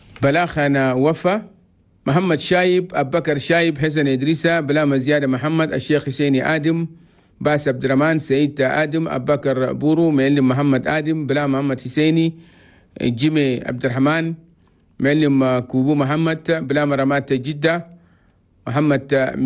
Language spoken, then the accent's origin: Arabic; Chad; في بلدنا تشاد بلد تومي.